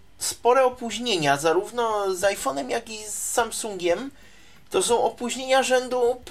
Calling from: Czechia; U nas w Czechach

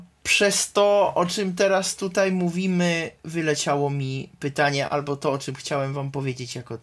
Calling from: Prague, Czechia; mogę zadzwonić z numeru czeskiego, swojego tutaj stacjonarnego praskiego

